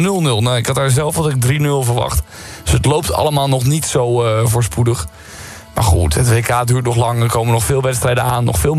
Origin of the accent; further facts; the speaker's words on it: Middelburg, Zeeland, Netherlands; moved away as an adult; now in Utrecht, Netherlands; Ik heb 2,5 jaar geleden mijn tandarts in Middelburg, waar ik vandaan kom, opgezegd. Ik dacht, weet je wat, het wordt tijd voor mij om de volwassen stap te maken. Ik woon nu al bijna 10 jaar in Utrecht.